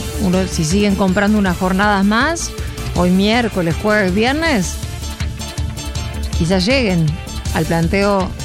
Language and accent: Spanish; Argentina